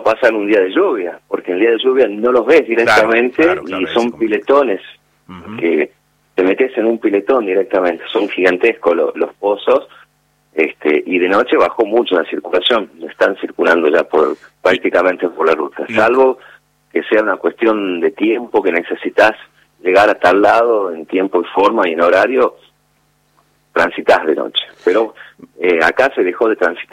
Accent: Metán, Salta, Argentina; somos de Metal

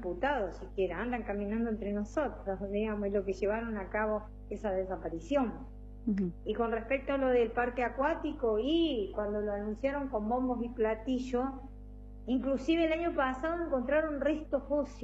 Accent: Entre Ríos, Argentina; now in Córdoba, Argentina; yo vine hace ya, va a ser 40 años a vivir a Córdoba, yo soy de Entre Ríos.

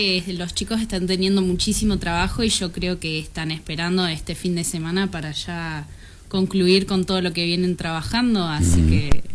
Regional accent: San Martín, Argentina; now in Junín, Argentina; Yo soy de San Martín, ahora estoy viviendo acá.

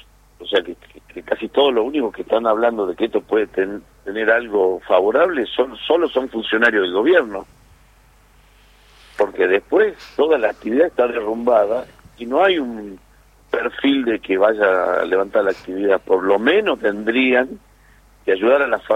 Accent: Argentina

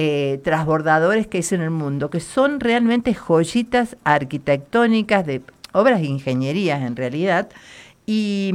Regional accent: Buenos Aires, Argentina; now in Córdoba, Argentina; fui turista en mi ciudad natal, fui turista en Buenos Aires

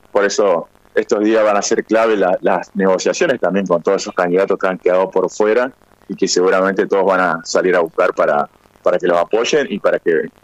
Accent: Argentina; now in Colombia; que para nosotros nos parece raro, nosotros como argentinos

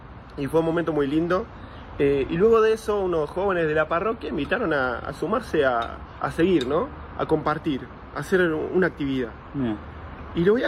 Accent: Cañada Rosquín, Santa Fe, Argentina; born there; also born or lived in Rafaela; yo soy oriundo de Cañar Rosquín, nací en Cañar Rosquín, un pueblo que está al medio de la provincia de Santa Fe, en el departamento San Martín. Nací ahí, bueno, me crié en Rafaela porque hasta los 8 años nos mudamos allá con mi familia.

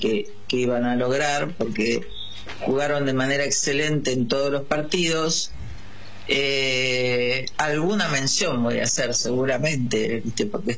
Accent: Argentina

